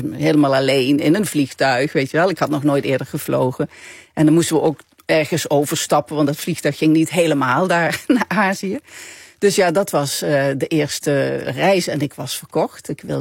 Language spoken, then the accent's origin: Dutch; Limburg, Netherlands; Ik zag de Keverbergen, dat is waar ik opgegroeid ben. Zo heette die hoeve. Ik zag Simpelveld en ik zag Texel.